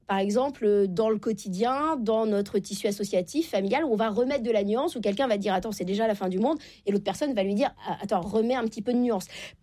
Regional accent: Normandy, France; je viens de la Normandie.

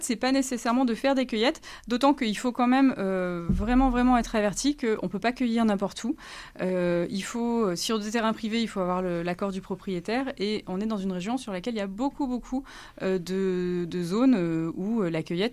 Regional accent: Grenoble, Auvergne-Rhône-Alpes, France; moi, je ne suis pas originaire d'ici, je suis grenobloise

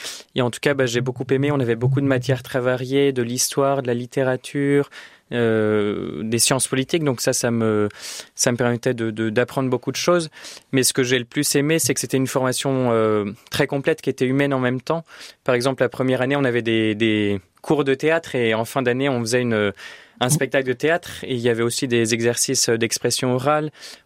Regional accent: Orléans, Centre-Val de Loire, France; je suis né à Orléans et mes parents, j'ai 2 grandes sœurs, 3 grands frères et mes parents sont très croyants et mes frères et sœurs aussi. Donc en fait, j'ai grandi dans ce contexte-là

